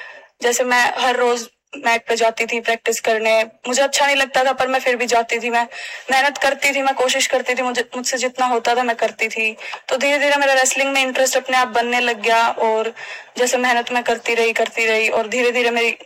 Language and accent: Hindi; Hisar, Haryana, India; मैं हिसार हरियाणा से रहने वाली हूँ